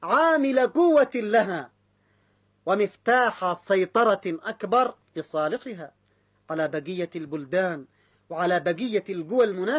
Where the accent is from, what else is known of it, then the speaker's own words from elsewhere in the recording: Yemen; ولنا نحن كيمنيين